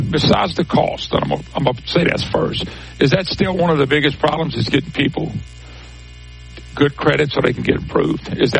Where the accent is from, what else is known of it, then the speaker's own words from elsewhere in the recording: Plaquemine, Louisiana, United States; now in Lafayette, United States; I grew up and born and raised in Plaquemine, Baton Rouge area, but I'm in Lafayette area